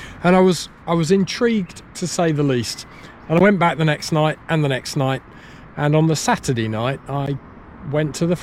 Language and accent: English; Mersea Island, Essex, East of England, United Kingdom; also born or lived in Ashington, Northumberland / boarding school; now in West Yorkshire, United Kingdom; But quickly we moved down, not to Australia, which some people think, but Essex, to the Essex Marshes, Mersey Island. And I had 18 years or so growing up there.